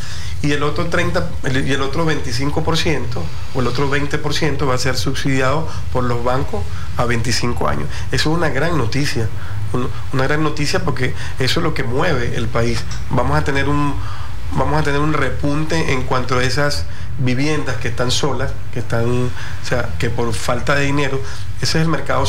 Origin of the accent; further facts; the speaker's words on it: Venezuela; nosotros como venezolanos